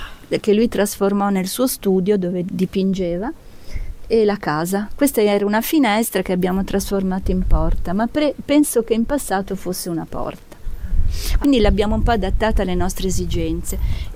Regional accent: Chiavari, Liguria, Italy; also born or lived in Province of Pavia; Io sono nata in provincia di Pavia, dove è nata la mia famiglia. Però poi ho sempre vissuto a Chiavari

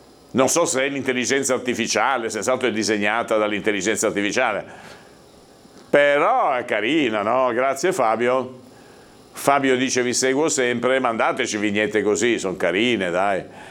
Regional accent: Liguria, Italy; Ma non dico da Liguri, ma anche il milanese, non è che spreca, li butta via i pungidito, no? Siamo tutti molto attenti.

